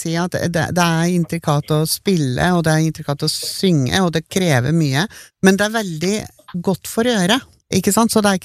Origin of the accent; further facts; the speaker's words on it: Øyer, Innlandet, Norway; Jeg kommer jo fra Øyer.